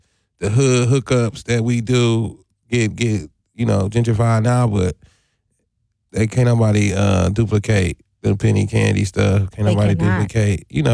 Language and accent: English; United States; North Side, you know, Burleigh. Yeah. I grew up on 38, 41st.